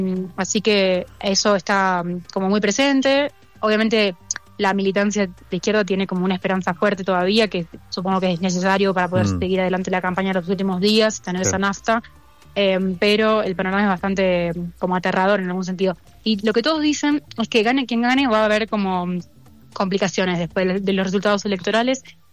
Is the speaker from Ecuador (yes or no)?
no; Argentina; Nosotros en Argentina vivimos entre cemento, muy alejados de todo lo que tiene que ver con el entorno ambiental, incluso aunque tenemos un país como muy biodiverso